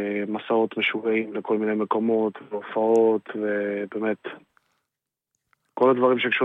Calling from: Bat Yam, Tel Aviv District, Israel; אני בן 26, אני מבת ים, אני מוזיקאי, בוגר תואר ראשון ותעודת הוראה במוזיקה ובניצוח.

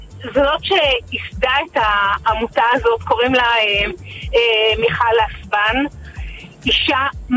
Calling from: Elkana, West Bank, Israel; אני מאלקנה.

